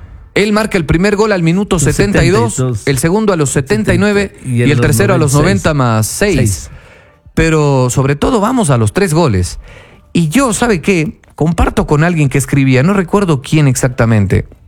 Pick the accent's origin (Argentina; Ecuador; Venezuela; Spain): Ecuador